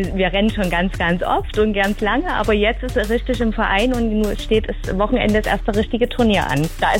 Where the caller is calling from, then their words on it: Langenleuba-Niederhain, Thuringia, Germany; Aus Langenläufer-Niederhain. Das ist so Altenburger Land, ein Stückchen weg.